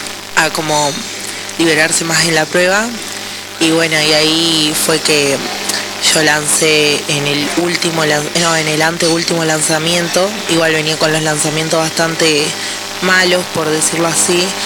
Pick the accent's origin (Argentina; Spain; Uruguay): Argentina; Exaltación de la Cruz, Buenos Aires Province; Cuando empecé a lanzar, bueno, espera, yo igual soy de Exaltación de la Cruz de los Cardales.